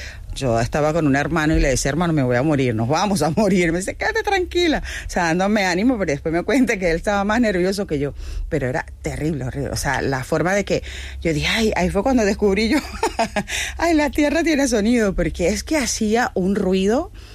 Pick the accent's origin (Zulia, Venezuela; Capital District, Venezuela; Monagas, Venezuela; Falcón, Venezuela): Monagas, Venezuela; Maturín; Sí, en mi tierra, en Maturín, en Monagas, sí lo había vivido.